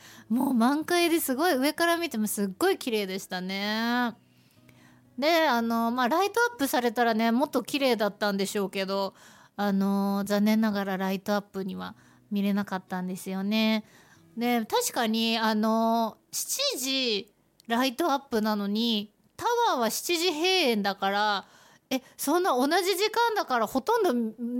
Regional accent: Iwamizawa, Hokkaido, Japan; now in Sapporo, Japan; 私地元の岩見沢にいるときはすごい醤油ラーメン派だったんですけど、なぜか札幌に来たら味噌ラーメン派になっちゃいました。

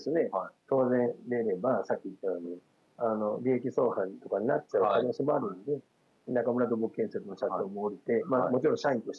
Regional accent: Nagoya, Aichi, Japan; moved away as an adult; now in Tōkai, Japan; 私、名古屋の南区で生まれ育って

